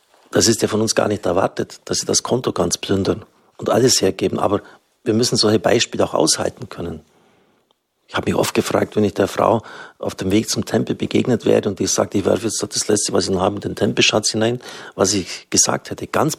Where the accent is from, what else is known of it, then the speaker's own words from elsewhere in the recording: Baden-Württemberg, Germany; born there; Ich bin ein geborener Schwabe.